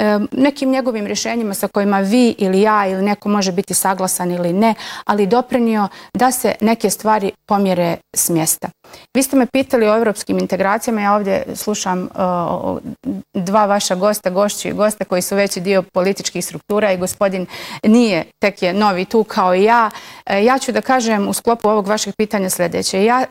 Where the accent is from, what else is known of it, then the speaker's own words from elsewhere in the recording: Republika Srpska, Bosnia & Herzegovina; Ja sam ponosna Srpkinja i nikada se toga neću odreći. Dolazim iz svoje Republike Srpske.